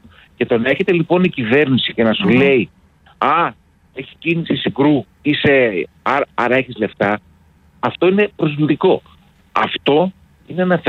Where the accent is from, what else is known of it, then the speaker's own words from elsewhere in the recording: Patras, Western Greece, Greece; now in Athens, Greece; Εδώ. Πάτρα.